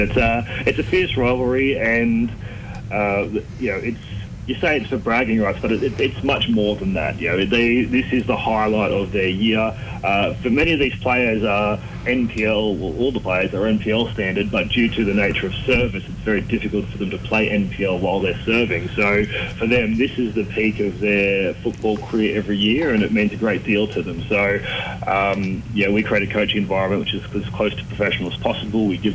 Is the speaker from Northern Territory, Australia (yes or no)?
no; Doubtful Creek, New South Wales, Australia; now in Summer Hill, Australia; I grew up on a farm called Integrity Farms. It's based in Doubtful Creek, which is between two towns called Kyogle and Casino.